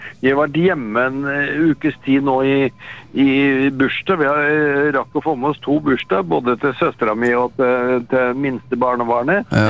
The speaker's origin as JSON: {"language": "Norwegian", "town": "Råde", "region": "Østfold", "country": "Norway", "tie": "born or raised there", "lives_now": "Moss, Norway", "said": "jeg er født og oppvokst i Råde."}